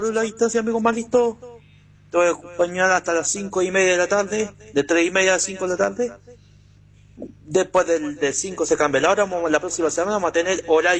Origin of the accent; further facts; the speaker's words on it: Linares, Maule, Chile; Y saludos para mi pueblo, las Karina de Linares, que le quieren mucho, con todo mi corazón.